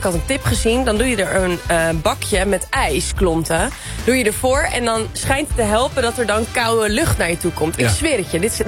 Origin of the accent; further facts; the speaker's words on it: Netherlands; Ja, het wordt tering heet. En wij als Nederlanders gaan het er weer lekker uitgebreid over hebben.